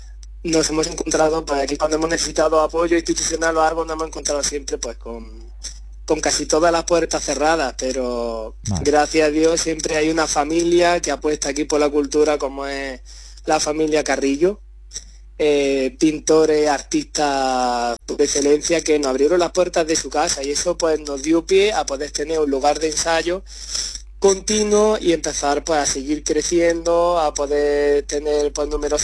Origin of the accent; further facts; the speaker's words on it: Jaén, Andalusia, Spain; y J. Oboe y yo, pues sí, somos de Jaén Capital.